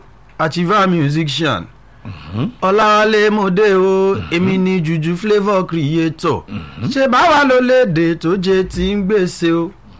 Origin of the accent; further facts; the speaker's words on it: Abeokuta, Ogun, Nigeria; I hail from Abeokuta.